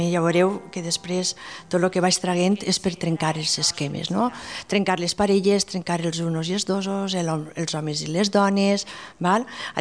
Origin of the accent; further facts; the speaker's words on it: Gandia, Valencian Community, Spain; now in Altea, Spain; Soc de Gandia, visc Altea